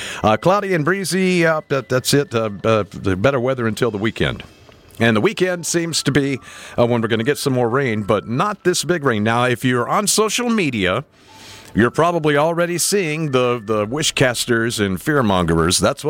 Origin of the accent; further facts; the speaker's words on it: Texas, United States; Sounds like me when I was growing up in Texas, man.